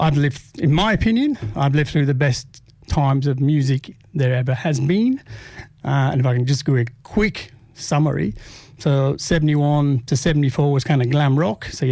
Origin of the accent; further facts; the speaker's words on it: Huddersfield, Yorkshire and the Humber, United Kingdom; I was. Local boy.